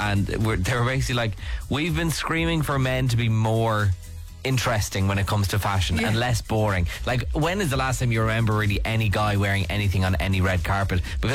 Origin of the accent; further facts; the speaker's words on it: County Meath, Ireland; I'm not from Dunboyne, but I am from Meath.